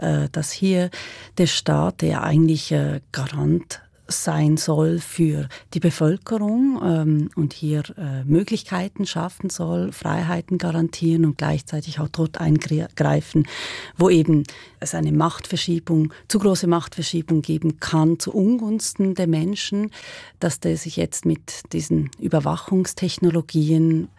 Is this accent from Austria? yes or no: no; Switzerland; als Schweizerin